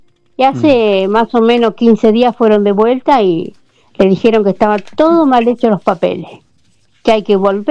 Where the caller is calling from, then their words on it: Chivilcoy, Buenos Aires Province, Argentina; De Chivilcoy.